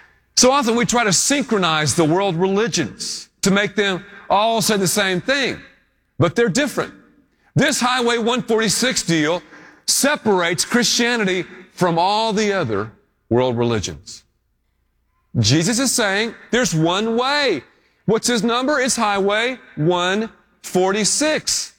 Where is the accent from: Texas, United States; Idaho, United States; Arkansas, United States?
Texas, United States; No, we're from Texas.